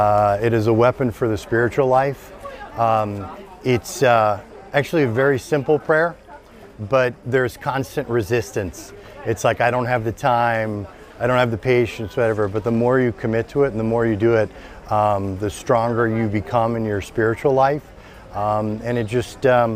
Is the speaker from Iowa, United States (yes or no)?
no; Chicago, Illinois, United States; I'm from Chicago, Illinois.